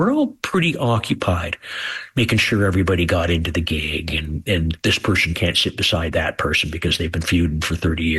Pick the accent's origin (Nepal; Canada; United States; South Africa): Canada; Kingston, Ontario; We're just guys from Kingston, Ontario.